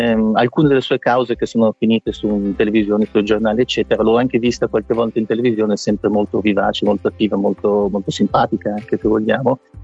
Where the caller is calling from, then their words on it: Lombardy, Italy; Sì, vivo qua. Sono lombardo, sì. Vivo tra Italia e Belgio.